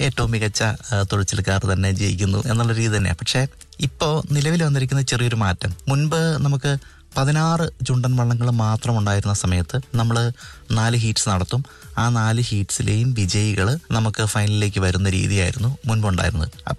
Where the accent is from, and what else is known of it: Kumarakom, Kerala, India